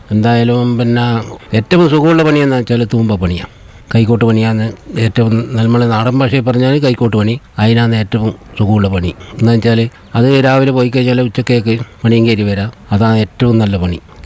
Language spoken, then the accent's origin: Malayalam; Thillankery, Kerala, India; Thillankeri.